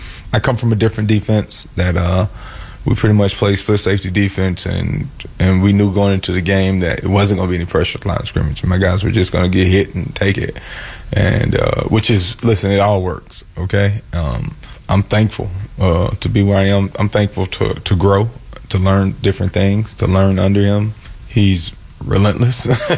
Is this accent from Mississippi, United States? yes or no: yes; Mississippi, United States; I'm from Mississippi. I have no idea where Amsterdam is.